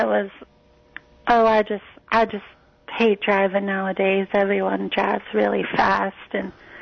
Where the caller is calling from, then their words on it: Atlanta, Georgia, United States; from Atlanta, Georgia.